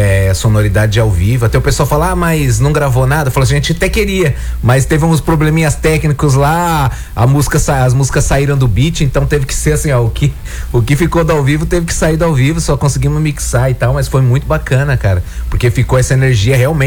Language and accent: Portuguese; Osasco, São Paulo, Brazil; now in São Paulo, Brazil; Nós somos de Osasco. Eu moro hoje na cidade de São Paulo, mas é ali divisa com Osasco, ali com o bairro onde a gente nasceu.